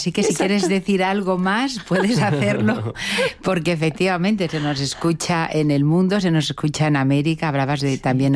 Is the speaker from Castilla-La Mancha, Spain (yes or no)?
yes; Pelahustán, Castilla-La Mancha, Spain; mi pueblo, Pelaustán, que es un pueblo de 400 habitantes, también tiene una banda, es